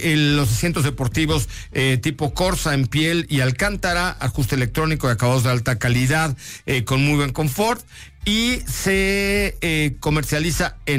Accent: Mexico City, Mexico; born there; italiano sí, porque nací en la colonia Roma, y soy inglés porque nací en la clínica Londres.

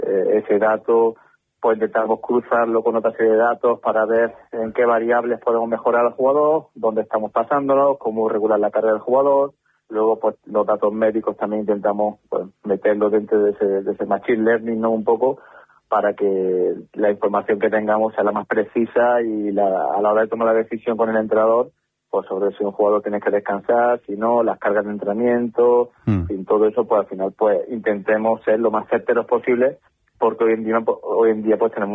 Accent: Linares, Andalusia, Spain; moved away; para mi tierra. Para mi ciudad, la que represento allá donde voy, mi Linares

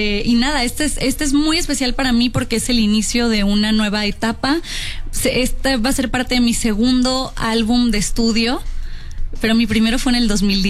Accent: Tampico, Tamaulipas, Mexico; also born or lived in Monterrey; crecí en Tampico

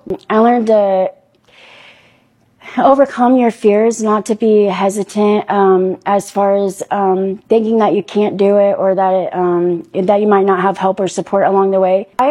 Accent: Marion, Indiana, United States; I graduated from Fresh Start. It was December of last year. I'm from Marion, Indiana.

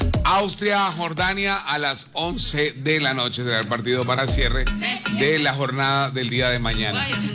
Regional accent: Colombia; Yo soy colombiano, mi sangre corre, corren esos frijoles, corre la lechona, corre el tamal, corre el sancocho guayuno.

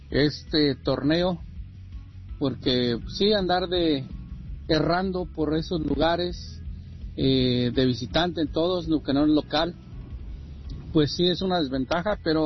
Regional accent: León, Guanajuato, Mexico; mi tierra, León, Guanajuato, con la sopladora.

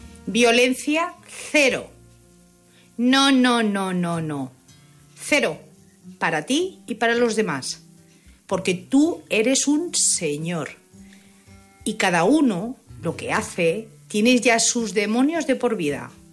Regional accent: Madrid, Community of Madrid, Spain; Buenas noches … de Madrid.

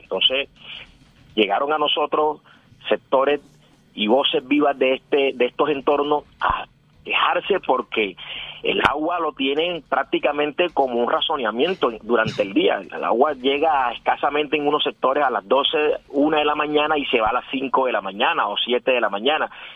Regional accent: Barranquilla, Atlántico, Colombia; nosotros como barranquilleros

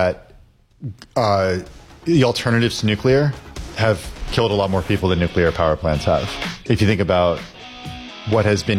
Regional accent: California, United States; I grew up near the Diablo Canyon nuclear power plant on the Central Coast of California.

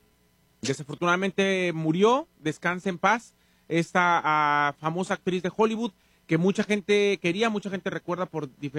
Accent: Mexico; Ay, así somos los mexicanos cuando van los gabachos a México.

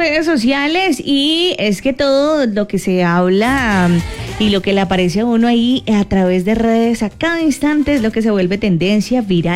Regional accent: Colombia; así somos los colombianos

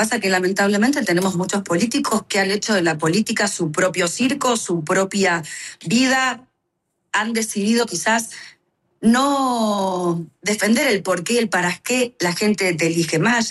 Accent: Rosario, Santa Fe, Argentina; Es un pedido que le hago como rosarina al presidente

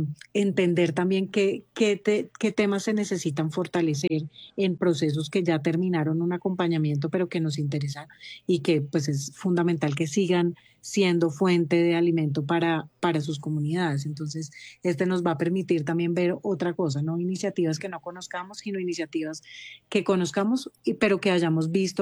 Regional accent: Colombia

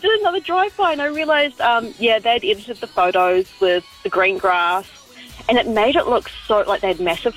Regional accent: Auckland, New Zealand; particularly because I'm from Auckland, particularly in the Mount Roskill area.

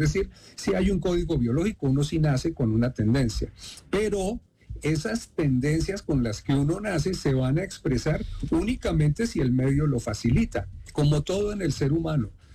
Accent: Bogotá, Colombia; Yo soy Rolo Chapinerún Ohala, pero además soy colombiano y soy colombiano y pertenezco y me miran como colombiano aquí y como Rolo Chapinerún.

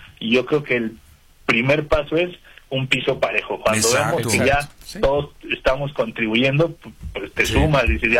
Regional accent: Mexico; exijamos lo que como mexicanos merecemos.

